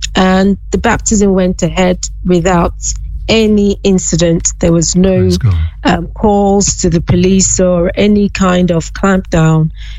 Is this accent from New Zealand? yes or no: no; Western Nigeria, Nigeria; I grew up in the western part of the country, which was relatively peaceful and safe.